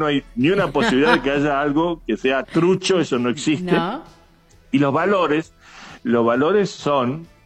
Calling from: Chubut, Argentina; Mira, vivo en Chubut, que es al lado de Río Negro.

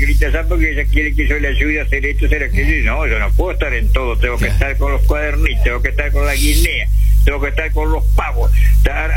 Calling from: Entre Ríos, Argentina; Nosotros somos los entrerrianos, los argentinos, somos bien argentinos, gracias a Dios

